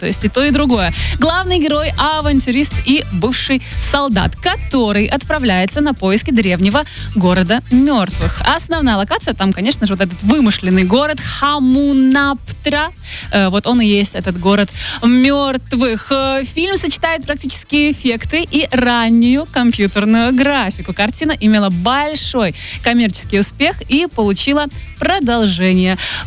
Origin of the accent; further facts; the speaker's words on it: Jelgava, Zemgale, Latvia; Елгаве большой привет. Это мой родной город.